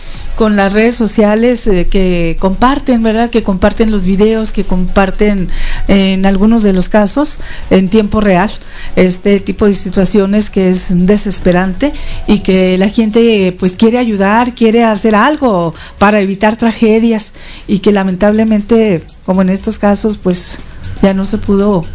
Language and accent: Spanish; Hidalgo del Parral, Chihuahua, Mexico; yo viví mi infancia aquí cerquita, en la Ribera de Guanajuato, aquí uh-huh, donde está el vado de la Alfareña